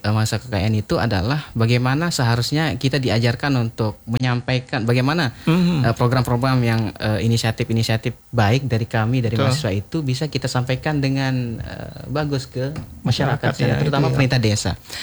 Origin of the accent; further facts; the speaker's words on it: West Nusa Tenggara, Indonesia; Kebetulan kades saya di Desa Selubung Madani